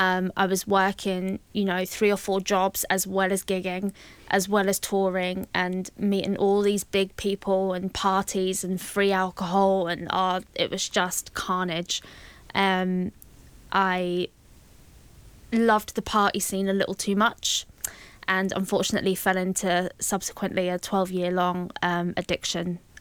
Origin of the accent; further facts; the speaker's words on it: London, United Kingdom; moved away as an adult; now in Belfast, United Kingdom; born and bred in London and made the move over here in 2014.